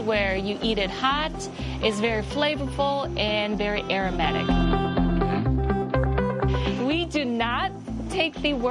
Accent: Vietnam; English is a second language; now in Texas, United States; I'm from Vietnam. Growing up, my mom, she always made authentic pho at home.

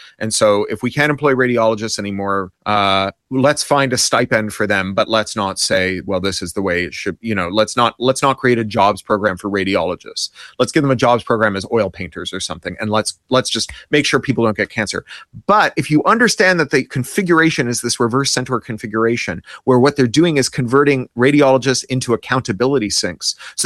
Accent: Canada; as a Canadian who grew up under socialized medicine.

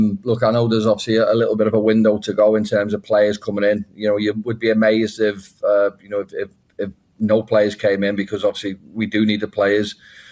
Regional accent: Liverpool, North West England, United Kingdom; I'm from Liverpool, home

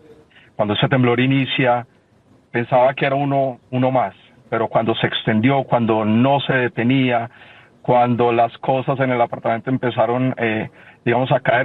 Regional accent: Pereira, Risaralda, Colombia; born there; lo viví aquí en Pereira, yo nací aquí en Pereira

